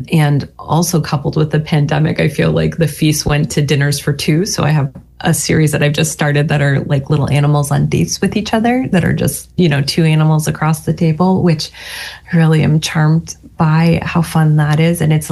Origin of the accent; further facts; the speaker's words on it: Montclair, New Jersey, United States; moved away; I grew up in Montclair, New Jersey.